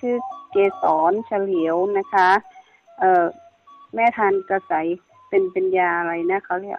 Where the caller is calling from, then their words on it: Mae Taeng district, Chiang Mai, Thailand; accent: Kham Mueang (Northern Thai); อำเภอแม่แตงจังหวัดเชียงใหม่